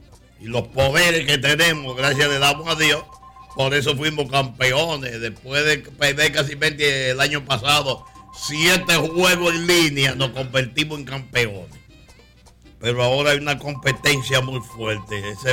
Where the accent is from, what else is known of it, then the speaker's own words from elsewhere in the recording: Mao, Valverde, Dominican Republic; Porque Jean-Philippe es una compañía constructora de mi pueblo. Mao